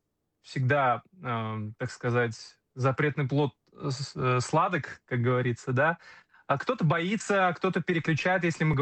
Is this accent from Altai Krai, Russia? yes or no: no; Kazan, Tatarstan, Russia; особенно Казань после моих роликов, потому что я из Казани, из Республики Татарстан.